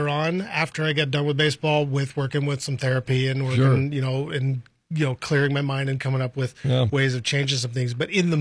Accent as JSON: {"language": "English", "town": "Los Angeles", "region": "California", "country": "United States", "tie": "born or raised there", "said": "I grew up in California. Yeah, okay. But I grew up out in L.A., so I was a Dodgers fan, Angels fan, all that stuff."}